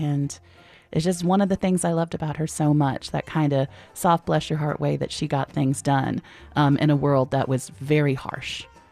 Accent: Virginia, United States; When I moved to East Tennessee from Virginia

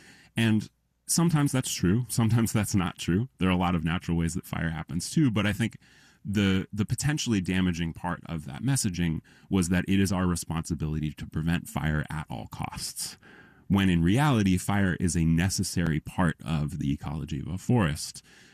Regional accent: Colorado, United States; growing up in Colorado

